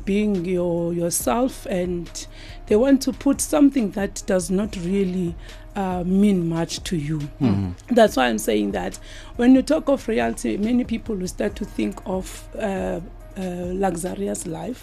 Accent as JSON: {"language": "English", "region": "Eastern Cape", "country": "South Africa", "tie": "born or raised there", "said": "Those are my clan names. I'm from the Mbondo Mise Kingdom under"}